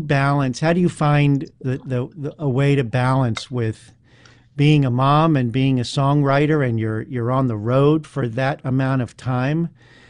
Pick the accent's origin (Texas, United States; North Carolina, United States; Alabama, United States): North Carolina, United States; Chapel Hill; I was raised in Chapel Hill